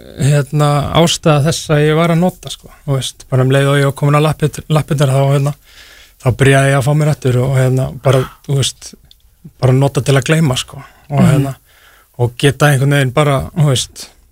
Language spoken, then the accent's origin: Icelandic; Akranes, Western Region, Iceland; Ég kem frá Akranesi og það gerist það Akranesi sem er lítið samfélag